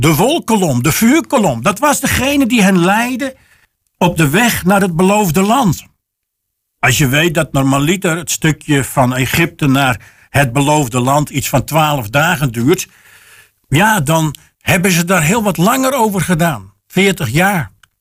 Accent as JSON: {"language": "Dutch", "town": "Sneek", "region": "Friesland", "country": "Netherlands", "said": "ik kom zelf uit Sneek"}